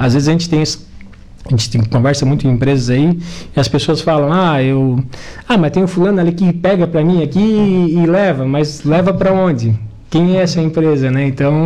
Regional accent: Araranguá, Santa Catarina, Brazil; Eu sou de Araranguá, eu trabalho lá, mas eu sou aqui de Araranguá

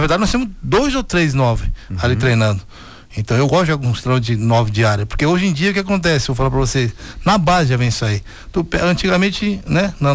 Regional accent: Bento Gonçalves, Rio Grande do Sul, Brazil; eu sou de Bento Gonçalves

